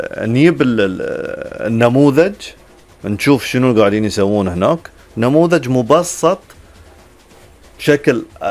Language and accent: Arabic; Bahrain; انا ككروي وبحريني موجود في يعني هذه البلد الجميل واحنا يعني مملكتنا بلد صغير